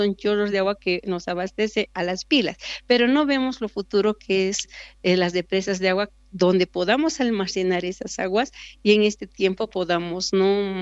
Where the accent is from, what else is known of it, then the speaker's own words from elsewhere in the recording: Uncía, Potosí, Bolivia; soy del municipio de Uncía y nos pongamos la pila, o sea, las pilas para poder tener ese proyecto grande y buscar lo que es la solución al agua en este municipio.